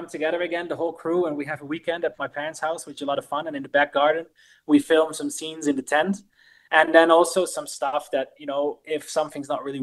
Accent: Netherlands; At the moment, we are from the Netherlands.

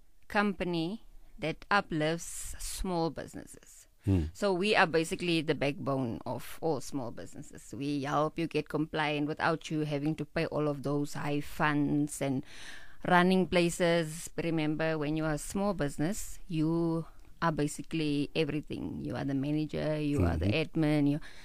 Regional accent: Kuruman, Northern Cape, South Africa; as you guys maybe know, I'm from Kruman in the Northern Cape. We have a lot of mining sectors.

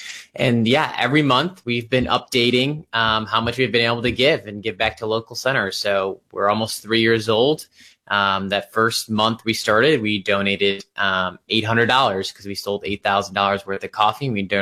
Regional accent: Cleveland, Ohio, United States; Cleveland native, grew up on the west side in Columbia Station near Strongsville, went to St. Ed's High School in Lakewood, went to college at Cleveland State University. Yeah, grew up there

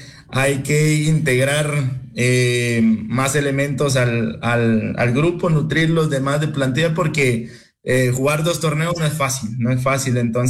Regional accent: Guatemala; porque sabemos muy bien de que somos guatemaltecos y tenemos esa obligación de representar bien a nuestro país en donde estamos.

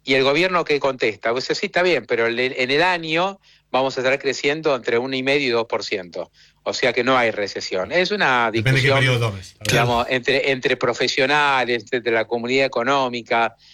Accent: Argentina

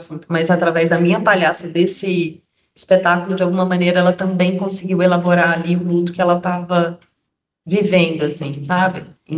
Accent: Minas Gerais, Brazil; Sou mineira e aí estudei em Ouro Preto

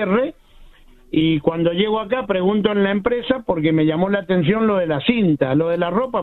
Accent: Mendoza, Argentina; Nosotros somos del barrio Pueyrredón.

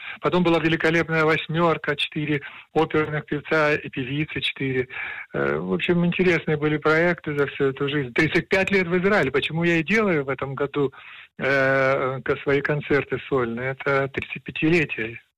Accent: Ukraine; now in Israel; Я сам с Украины.

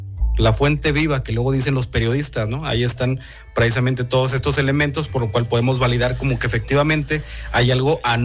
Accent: San Juan del Río, Querétaro, Mexico; una hacienda de acá de mi pueblo, San Juan del Río

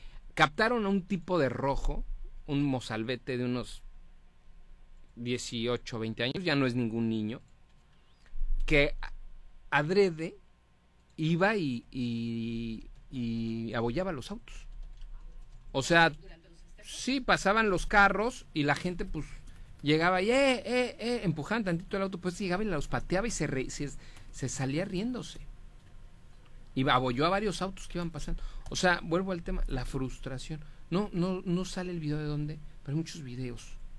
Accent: Mexico; soy mexicano

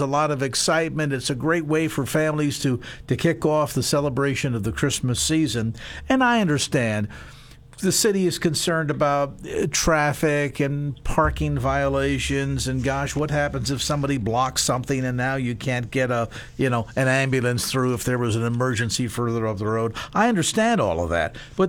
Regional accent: South San Francisco, California, United States; my hometown

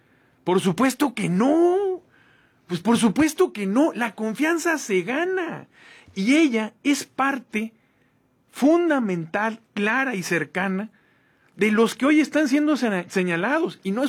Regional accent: Mexico; ¿no nos merecemos como mexicanos poner en riesgo simplemente el Tratado de Libre Comercio?

